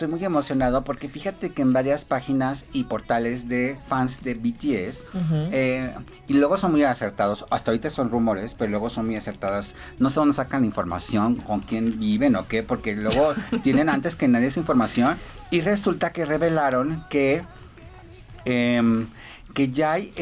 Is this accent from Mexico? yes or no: yes; Michoacán, Mexico; Pero amo mi tierra, amo México, amo Michoacán, mi corunda, mis suchepos, mi aporreadillo, todo eso.